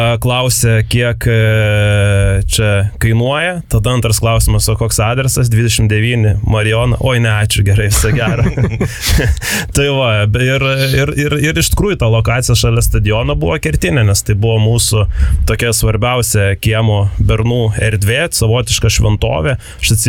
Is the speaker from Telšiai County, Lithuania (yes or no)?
no; Panevėžys, Panevėžys County, Lithuania; Jo, aš esu iš Panevėžio centro, nu bent jau čia plus minus kaip centras apibrėžiamas, tai kas lankėsi Panevėžio aukštaitijos stadione, turėtų gerai tą namą žinoti, ankstesnė Rotomskio gatvė, dabar Marijonų gatvė.